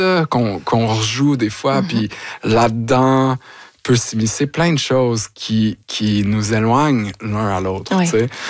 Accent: Vaudreuil-Soulanges, Quebec, Canada; moi, je suis retourné dans ma région natale, c'est-à-dire Vaudreuil-Soulanges.

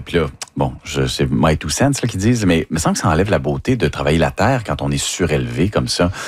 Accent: Dolbeau-Mistassini, Quebec, Canada; moi, je viens de Dolbeau-Mistassini. Saguenay-Lac-Saint-Jean, du coup.

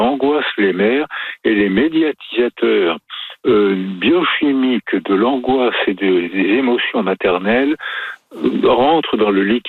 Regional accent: France; born there; moi je suis né en France, donc je parlais français sans accent

